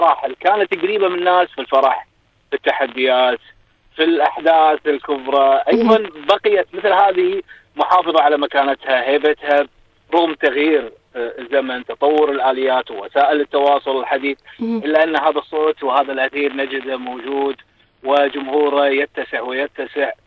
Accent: Kuwait; كلامي أنا كمواطن كويتي وكإعلامي في إذاعة دولة الكويت ووزارة الإعلام

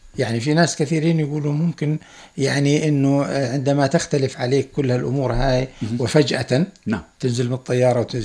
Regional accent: Ira, Balqa Governorate, Jordan; moved away as an adult; also born or lived in Greece; إحنا بدأنا مدرستنا في ذلك الوقت في قريتنا، في القرية واسمها عيرة في غرب السلط، غرب جنوب السلط

